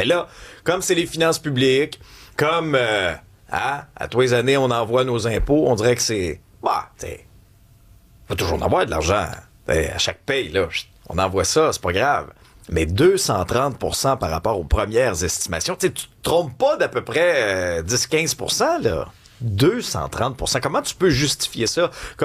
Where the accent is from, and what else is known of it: Quebec, Canada